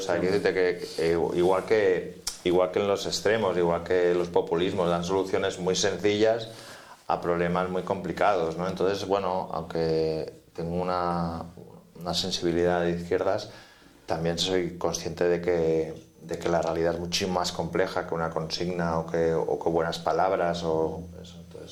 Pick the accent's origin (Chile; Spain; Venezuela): Spain; Barcelona, Catalonia; Y entonces yo soy de Barcelona, mis padres son de Barcelona, sé lo que siento, pero bueno, no he sido patriota nunca.